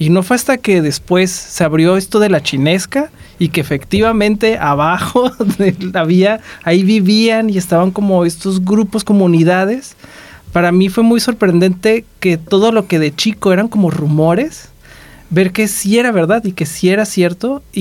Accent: Mexicali, Baja California, Mexico; Bueno, para mí, que soy de Mexicali, la cultura china siempre ha sido muy interesante porque por un lado es muy ajena, pero por el otro lado está en todo Mexicali, ¿no? Yo crecí con la idea de que los chinos tenían como su propia escuela

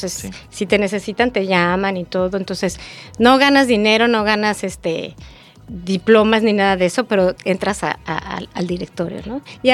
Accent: Mexico; Porque nosotros venimos de México y mi papá siempre fue muy aventurero y hacía cosas así.

